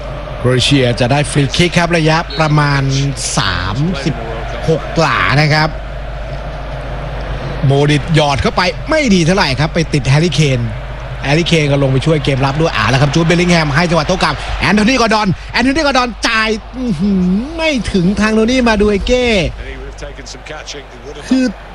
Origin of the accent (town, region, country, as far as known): Bangkok, Thailand; born there